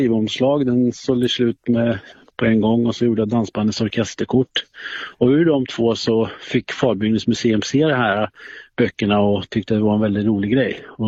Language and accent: Swedish; Skara, Västra Götaland County, Sweden; Jag är uppvuxen i Skara